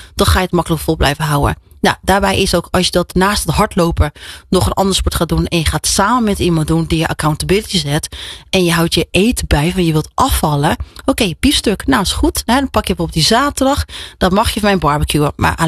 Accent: Rotterdam, South Holland, Netherlands; ik ben gewoon een Rotterdammer.

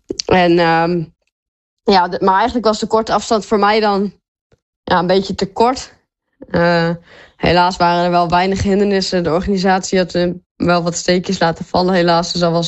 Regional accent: Netherlands; als Nederlander zijn heb je toch iets meer voordeel in de regen.

